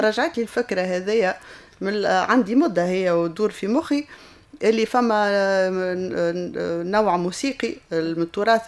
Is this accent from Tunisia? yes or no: yes; Tunisia; عيد الاستقلال عندنا في تونس